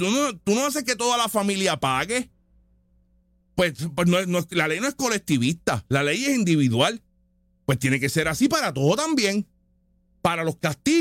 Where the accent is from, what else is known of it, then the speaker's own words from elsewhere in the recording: Puerto Rico; la mayoría somos boricuas y somos de aquí.